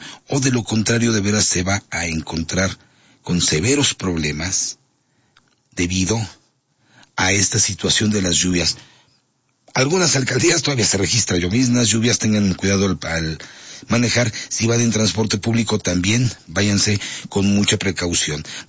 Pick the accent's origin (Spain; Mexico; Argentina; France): Mexico; y dices, no somos los mexicanos así.